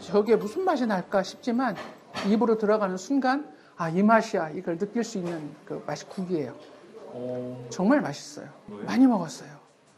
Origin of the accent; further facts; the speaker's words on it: Gwangcheon, South Chungcheong, South Korea; 나는 이 마을이 그래도 좋고 한 번도 떠난 적 없고 70평생을 여기서 살고 있는데 이 동네가 내 사랑이고 애인이고 거시고 그렇습니다.